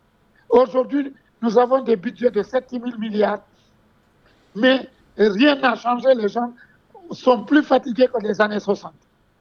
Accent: Velingara, Kolda, Senegal; Moi, je suis de Velengara, en Casamance.

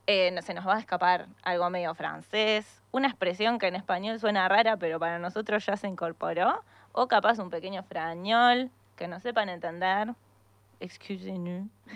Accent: La Plata, Buenos Aires Province, Argentina; Y yo vengo de La Plata, Buenos Aires, pero más lejos.

